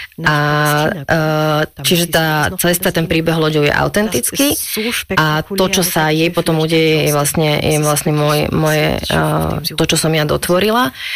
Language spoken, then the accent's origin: Slovak; Germany; aj ja som nakúpila ako Nemka